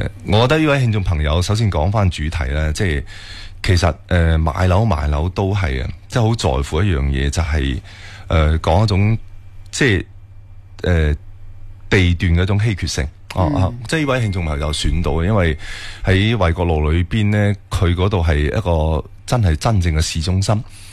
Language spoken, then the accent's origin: Cantonese; Guangdong, China; 我哋广东人